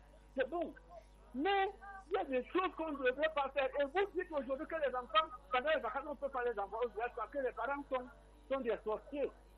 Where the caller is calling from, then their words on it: Cameroon; Sommes Africains, nous sommes Camerounais.